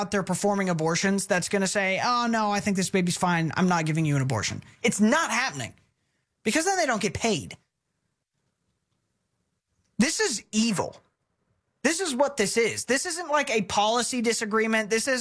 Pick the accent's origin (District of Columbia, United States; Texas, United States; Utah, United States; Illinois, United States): Texas, United States; But to be honest, I'm a Texan. My history started in 1835.